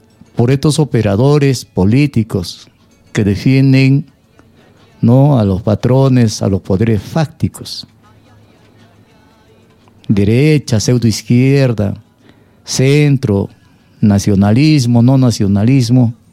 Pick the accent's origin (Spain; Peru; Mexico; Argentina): Peru; nosotros no somos, pues, los peruanos o los América Latinos